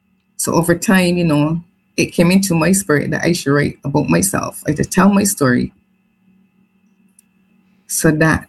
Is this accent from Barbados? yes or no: yes; Barbados; growing up in Barbados in the 50s, the 60s, and the 70s.